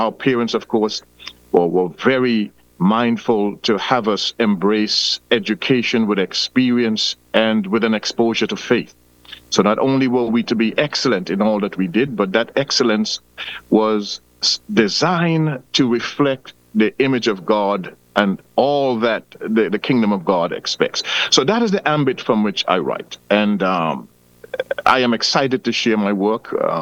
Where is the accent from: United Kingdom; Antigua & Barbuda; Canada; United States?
Antigua & Barbuda; Potters, Saint John; I said earlier that I am from Potters, and I'm always mm-hmm. proud to represent Potters, represent Antigua and whole